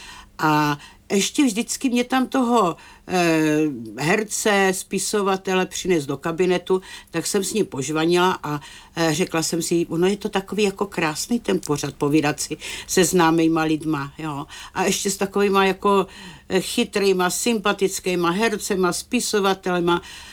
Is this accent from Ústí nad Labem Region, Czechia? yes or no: no; Turnov, Liberec Region, Czechia; protože pocházíme z Turnova